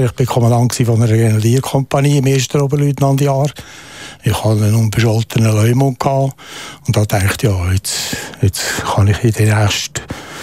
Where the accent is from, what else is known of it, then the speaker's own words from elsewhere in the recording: Lucerne, Switzerland; ich komme aus dem Kanton Luzern, ich bin ein Luzerner Liberale.